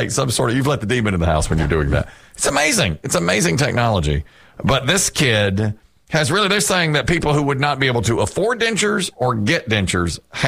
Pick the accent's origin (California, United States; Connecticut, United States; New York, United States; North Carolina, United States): North Carolina, United States; Asheboro; I'm from Asheboro.